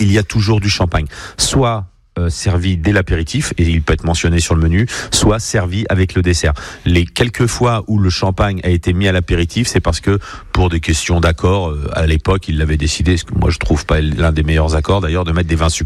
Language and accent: French; France; lorsque l'on est français